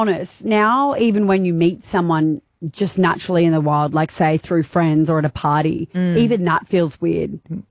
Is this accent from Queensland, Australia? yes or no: yes; Gold Coast, Queensland, Australia; we are from the Gold Coast